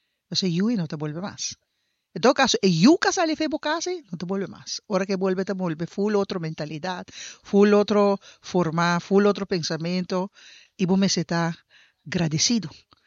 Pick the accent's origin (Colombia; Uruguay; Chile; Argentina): Colombia; Bogotá; born there; Claro, esto nací en Guama casa. No, en Bogotá.